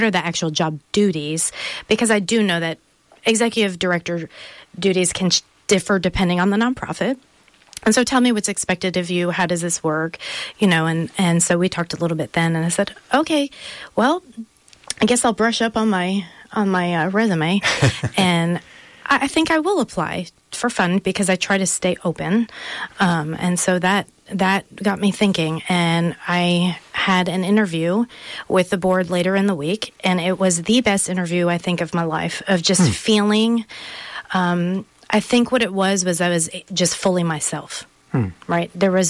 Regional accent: Pennsylvania, United States; also born or lived in New Jersey; I was born in New Jersey, raised in Pennsylvania.

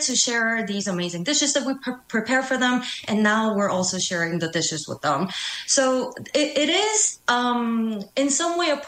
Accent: Seoul, South Korea; moved away as an adult; now in United States; I was born and raised in Korea, Seoul, South Korea, and I moved to the U.S. in 2015 to start my graduate studies.

